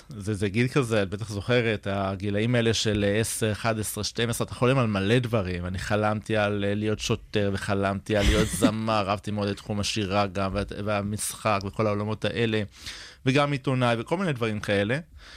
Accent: Meitar, Southern District, Israel; also born or lived in Beersheba; now in Sderot, Israel; אני נולדתי בבאר שבע. בגיל שש, ההורים שלי החליטו לעבור ליישוב מיתר. אז... כמעט אף אחד לא הכיר אותו, היום יותר מכירים אותו. תמיד הייתי אומר גם בצבא, יישוב ליד באר שבע. היום אני יכול להגיד מיתר. אז מגיל שש אני גדלתי בעצם במיתר.

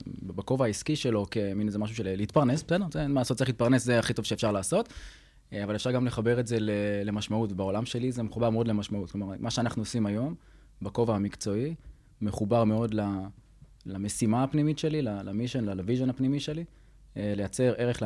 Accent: Netanya, Central District, Israel; now in Samaria; אנחנו גרים בשומרון, במקור אני מנתניה

